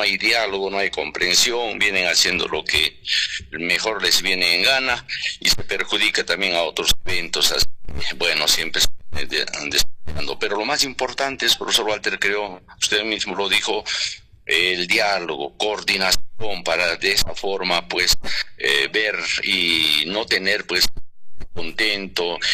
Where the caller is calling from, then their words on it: Santo Tomás, Cusco, Peru; aquí en Santo Tomás